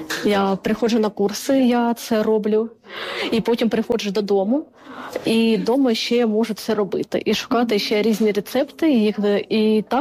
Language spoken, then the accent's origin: Ukrainian; Kharkiv, Kharkiv Oblast, Ukraine; now in Vinnytsia, Ukraine; Я сама з Харкова, але з 22-го року я знаходжусь у місті Вінниця.